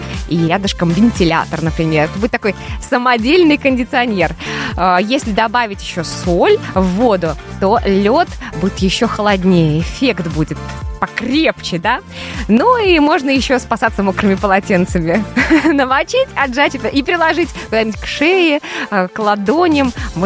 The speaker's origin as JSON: {"language": "Russian", "country": "Belarus", "said": "мы же белорусы"}